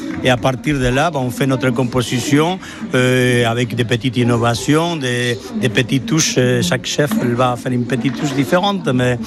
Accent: Spain; French is a second language; Oui, je suis d'origine d'Espagne.

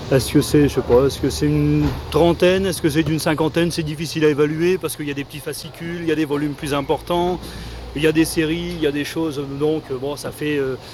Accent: Douai, Hauts-de-France, France; Bon, nous venons du Nord, nous venons de Douai.

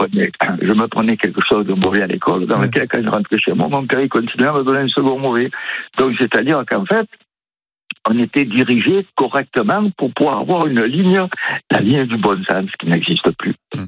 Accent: France; Et la France, pour moi, je suis français, j'adore ma France.

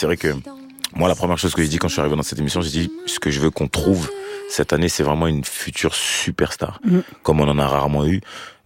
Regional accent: Marseille, Provence-Alpes-Côte d'Azur, France; born there; Moi, je suis né à Marseille. Ils arrivent, je crois. Je suis né en 96.

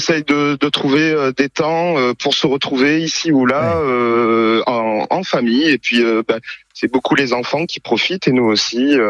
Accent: Carpentras, Provence-Alpes-Côte d'Azur, France; now in Pertuis, France; ça fait 48 ans que je suis né à Carpentras, que je vis en Provence et dans le Vaucluse

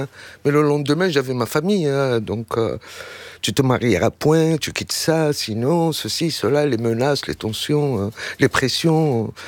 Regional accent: Morocco; J'ai grandi au Maroc, j'étais l'aîné de 7 enfants, donc 6 garçons.

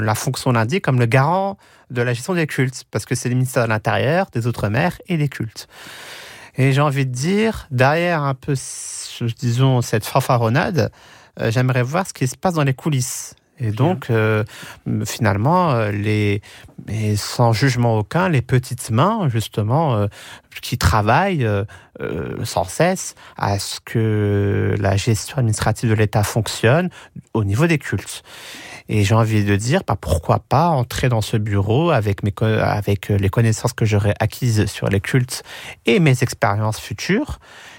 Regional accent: Algeria; Le second pays, qui est mon pays d'origine, l'Algérie.

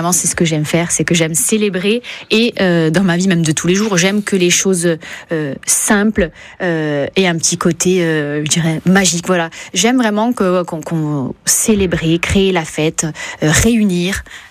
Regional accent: Porto-Vecchio, Corsica, France; now in Ajaccio, France; moi, je suis originaire de Porto Vic, donc voilà, j'aime beaucoup le sud. Je vis à Ajaccio, mais bien évidemment, je me déplace dans toute la Corse.

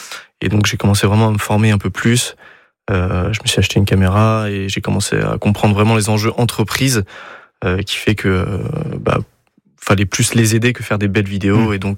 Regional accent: Dinan, Brittany, France; also born or lived in Rennes; j'ai commencé à faire mes études à Rennes parce que je viens de Dinan à la base.

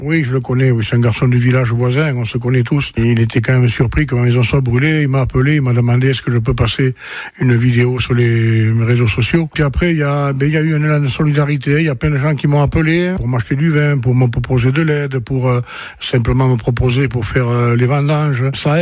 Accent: Saumos, Nouvelle-Aquitaine, France; born there; je suis né à Somos, là où il y a eu tous ces incendies

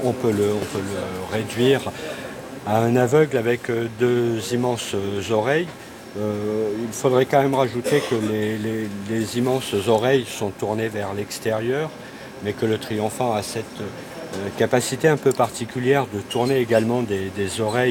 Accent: Quart, Aosta Valley, Italy; Oui, je suis également de Quart.

